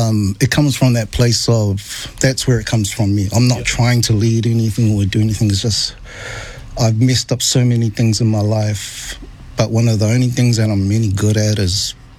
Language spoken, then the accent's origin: English; Samoa; And I'm from Savai'i